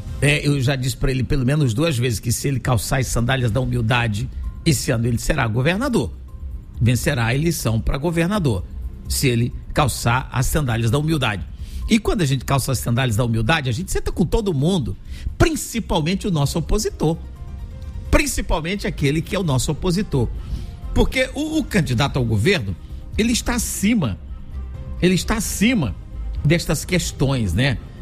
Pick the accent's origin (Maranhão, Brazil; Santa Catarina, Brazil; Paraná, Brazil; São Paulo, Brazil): Maranhão, Brazil; born there; moved away; um grupo político lá no estado onde eu nasci